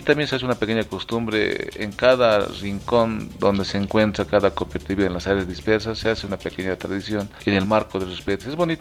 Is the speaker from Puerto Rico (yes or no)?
no; Bolivia; como todo boliviano que llevamos en el corazón rojo, amarillo, verde